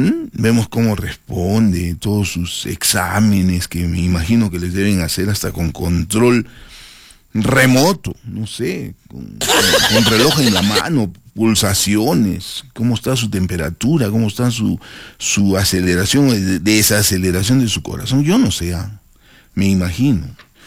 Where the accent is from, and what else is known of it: Arequipa, Peru